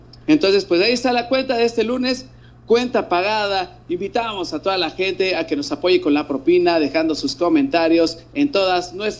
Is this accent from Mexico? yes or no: yes; Mexico